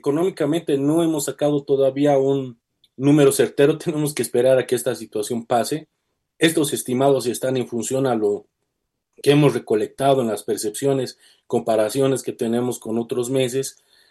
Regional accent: Bolivia; nos estamos saboteando, autosaboteando como bolivianos.

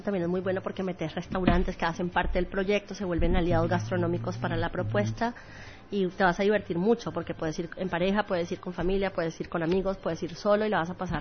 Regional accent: Cali, Valle del Cauca, Colombia; moved away as an adult; now in Santa Cruz, Bolivia; yo soy de Cali, Colombia, vivo hace varios años acá en Santa Cruz

